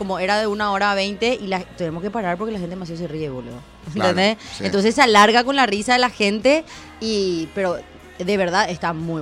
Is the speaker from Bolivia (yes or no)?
no; Paraguay; solamente paraguaya soy.